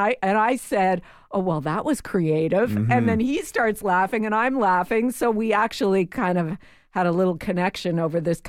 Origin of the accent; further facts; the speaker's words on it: Canada; we're so Canadian.